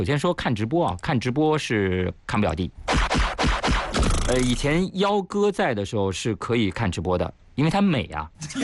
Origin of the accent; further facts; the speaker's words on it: Shanxi, China; 这位小子说对我的家乡山西比较感兴趣。